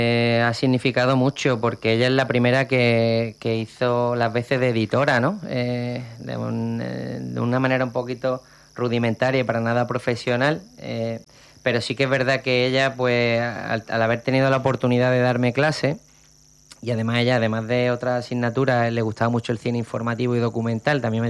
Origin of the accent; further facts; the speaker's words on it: Málaga, Andalusia, Spain; soy de Málaga